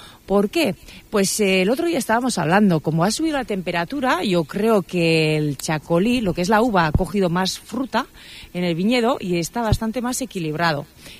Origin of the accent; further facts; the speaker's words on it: Basque Country, Spain; es un vino muy equilibrado, fresco y animado, como somos los vascos.